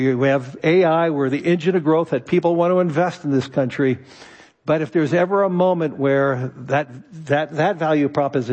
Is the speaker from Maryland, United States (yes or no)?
no; Los Angeles, California, United States; now in New York, United States; I was born and raised in Los Angeles. New York's my adopted home. I love it there.